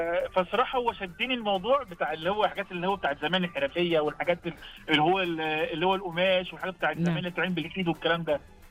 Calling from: Egypt

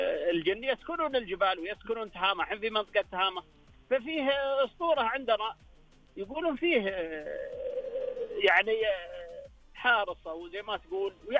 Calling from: Saudi Arabia; أنا أكلمك الآن من وادي إركان

